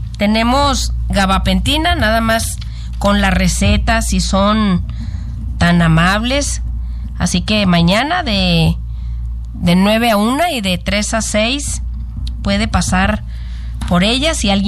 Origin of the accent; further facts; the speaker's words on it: Mexico; No se le puede impedir manifestarse como mexicanos que somos.